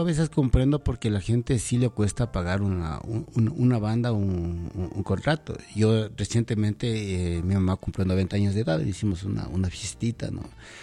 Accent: Ecuador; Está mi tierra linda, el Ecuador.

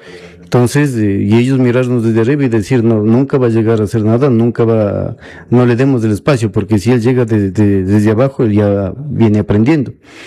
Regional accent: Bolívar, Ecuador; venimos de la comunidad de Pongo Urco y por hoy también pertenezco a la comunidad de Vinchoa Grande.

